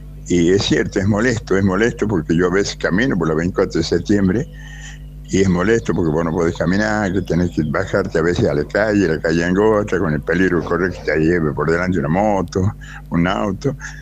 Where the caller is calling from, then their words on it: Manantial, Tucumán, Argentina; Acá yo vivo en Manantial